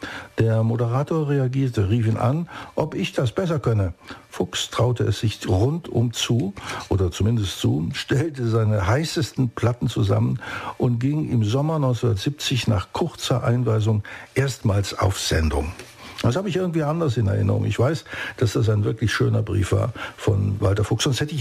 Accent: Cologne, North Rhine-Westphalia, Germany; Ich bin in Köln groß geworden und in Köln hörte man BFBS.

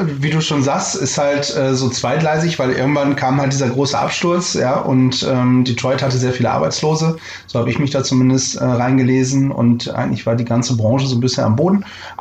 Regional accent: Bremen, Germany; born there; Ich als gebürtiger Bremer halte mich da sowieso raus aus der ganzen Geschichte.

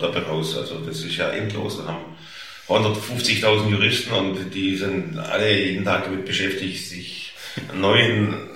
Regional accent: Stuttgart, Baden-Württemberg, Germany; accent: Swabian; ja, ich komme aus Stuttgart, spreche aber Oxford-Schwäbisch

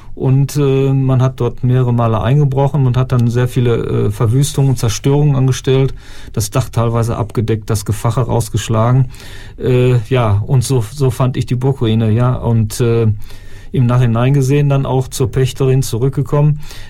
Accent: Bochum, North Rhine-Westphalia, Germany; moved away as an adult; Ich komme aus Bochum

